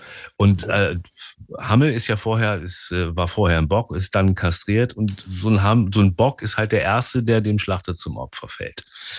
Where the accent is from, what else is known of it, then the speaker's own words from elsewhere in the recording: Bückeburg, Lower Saxony, Germany; moved away as an adult; now in Pellworm, Germany; gebürtiger Bückeburger, Bückeburger im Schaumburger Wald. Wunderschönes Städtchen. Und das habe ich verlassen als im Alter von, weiß ich nicht, war 54.